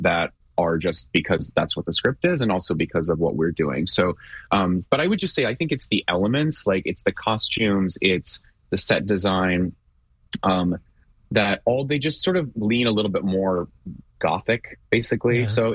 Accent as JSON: {"language": "English", "town": "Houston", "region": "Texas", "country": "United States", "tie": "born or raised there", "said": "I grew up in Houston, and when I was younger and kind of first starting out in Houston, there were so many summer shows and activities and stuff"}